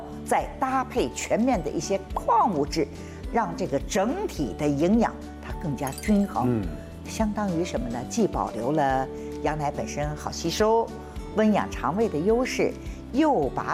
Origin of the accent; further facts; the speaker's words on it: Shanghai, China; 我们上海话叫咖喱